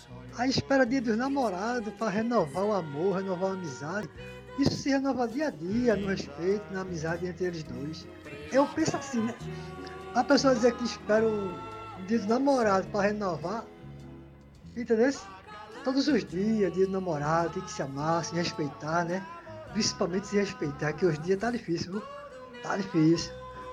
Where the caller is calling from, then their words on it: Pernambuco, Brazil; Barra de Afogados.